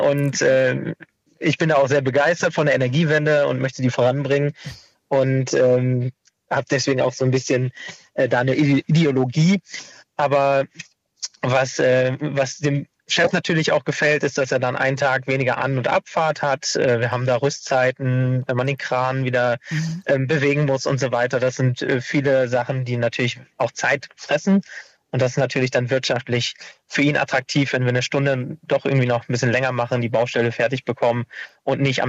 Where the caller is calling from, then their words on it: Bad Laer, Lower Saxony, Germany; Bad Laa, das ist genau 8 Kilometer von der Grenze entfernt.